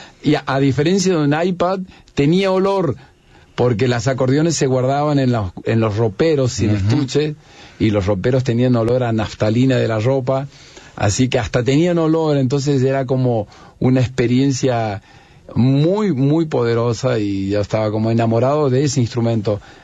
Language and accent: Spanish; Apóstoles, Misiones, Argentina; yo nací en Apóstoles Misiones y gran parte del año hace calor